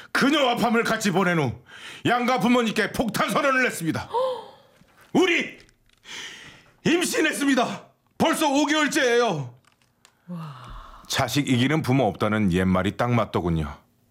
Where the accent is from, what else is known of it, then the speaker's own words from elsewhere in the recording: Busan, South Korea; 그렇게 해서 이제 저도 이제 고향이 부산이 됐고